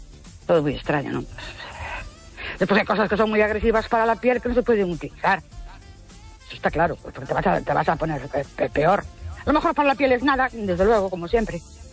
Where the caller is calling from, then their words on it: Ourense, Galicia, Spain; de Orense otra vez.